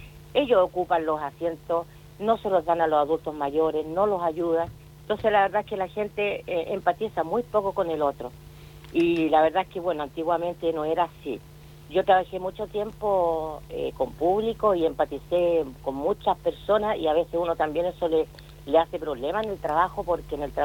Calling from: Santiago, Santiago Metropolitan Region, Chile; Desde acá de Santiago, de la comuna Macul.

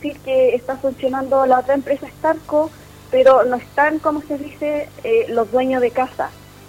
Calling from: Coronel, Biobío, Chile; Soy de acá, del sector de Llovilo 2.

